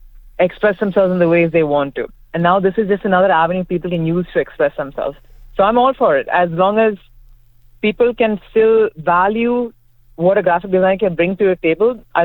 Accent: India; we are all Indian cricket fans

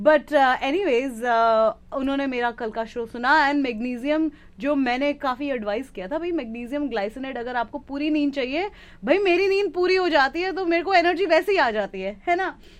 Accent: West Bengal, India; पर मैं बंगाली हूँ, बंगाली में हम सब खाते हैं

